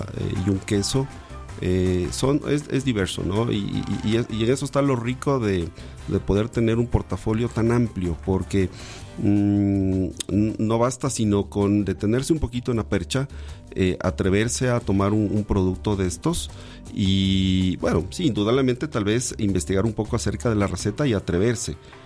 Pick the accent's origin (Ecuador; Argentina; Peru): Ecuador; los productores ecuatorianos estamos en una percha muy amplia